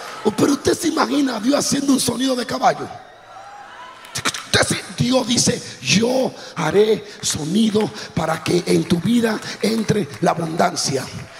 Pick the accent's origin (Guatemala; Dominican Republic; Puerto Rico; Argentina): Dominican Republic; como dominicano tigre en ese tiempo, cristiano pero sabio, yo dije, si pregunto de quién es, en San Pedro, en una calle de dominicana